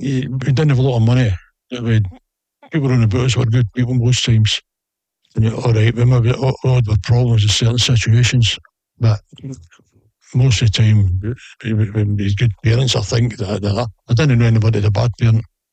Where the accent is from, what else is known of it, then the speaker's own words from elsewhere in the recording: Scotland, United Kingdom; I'm Scottish. Although my dad was Irish, he came from Sligo.